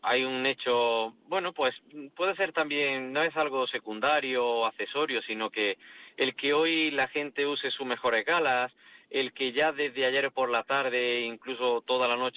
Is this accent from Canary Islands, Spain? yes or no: no; Granada, Andalusia, Spain; Pues la verdad es que están siendo días grandes cada vez que celebramos el Corpus en Granada. Para un granadino de a pie, celebrar el Corpus es celebrar los días de encuentro, los días de fiesta